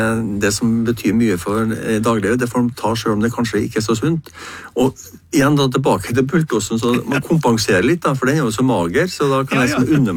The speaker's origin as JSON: {"language": "Norwegian", "region": "Trøndelag", "country": "Norway", "moved": "yes", "lives_now": "Eastern Norway", "said": "jeg er jo trønder"}